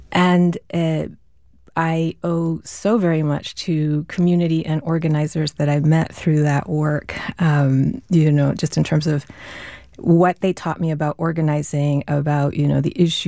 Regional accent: Venezuela; born or raised there; now in United States

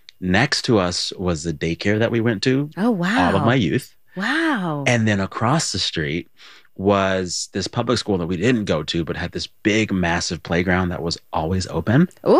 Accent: Seguin, Texas, United States; I grew up on Jefferson Avenue in Seguin, Texas. It is an outer suburb of San Antonio, probably about 20, 30 miles out.

